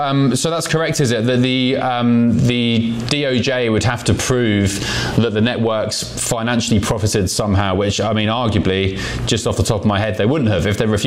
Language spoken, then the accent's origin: English; United Kingdom; And I would argue, as a Brit, not my country, not really my place to say